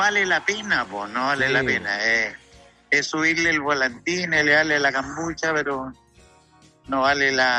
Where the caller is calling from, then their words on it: Atacama, Chile; Sí, yo soy de Cobremán y me voy a morir en Cobremán